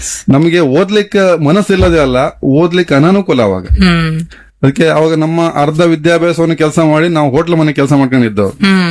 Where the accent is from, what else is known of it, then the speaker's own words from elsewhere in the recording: Kota, Karnataka, India; ನಮ್ಮ ಊರಲ್ಲಿ ಬಂದಲ್ಲಿ ಹಳ್ಳಿ, ನಮ್ಮ ಕೋಟ ಅನ್ನೋದು ಒಂದು ಹಳ್ಳಿ ಪರಿಸರ. ಆವಾಗ ಕೋಟದಲ್ಲಿ ಜಾತ್ರೆ ಆಗ್ತದೆ, ಒಂದು ಅಮೃತೇಶ್ವರಿ ಜಾತ್ರೆ, ಒಂದು ಹಿರೇಮಾಲಿಂಗೇಶ್ವರಿ ಜಾತ್ರೆ. ಅದೆರಡು ಜಾತ್ರೆಯಲ್ಲಿ ಆಗುವಂತ ಕಾರ್ಯಕ್ರಮಗಳನ್ನ ನೋಡಿ ಬೆಳೆದವರು.